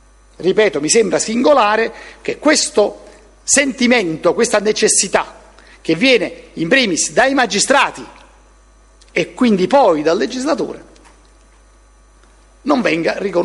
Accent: Naples, Campania, Italy; Io sono napoletano, ho lavorato quasi tutta la mia vita a Napoli

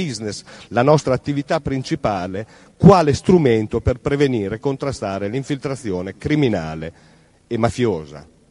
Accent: Bologna, Emilia-Romagna, Italy

